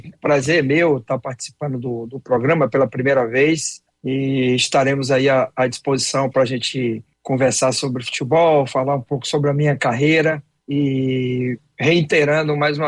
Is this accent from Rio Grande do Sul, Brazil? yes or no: no; Salvador, Bahia, Brazil; nesse momento eu estou em Salvador, né? Que é a minha cidade natal, é a minha base, né? Quando eu estou sem clube, sem trabalhar, geralmente eu fico em Salvador, próximo aqui à minha família.